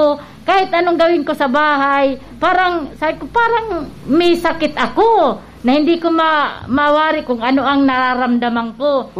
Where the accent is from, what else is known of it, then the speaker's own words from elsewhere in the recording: Bulan, Bicol Region, Philippines; Taga Zone 8, Bulan Sorsogon.